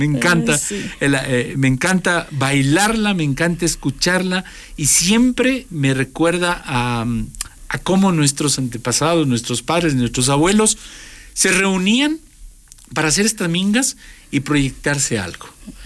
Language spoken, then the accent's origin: Spanish; Ecuador; Para nosotros la minga, como ecuatorianos